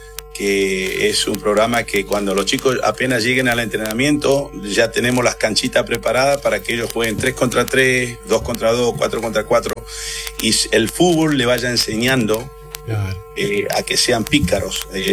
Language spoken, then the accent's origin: Spanish; Saladas, Corrientes, Argentina; now in United States; Yo soy oriundo de Saladas.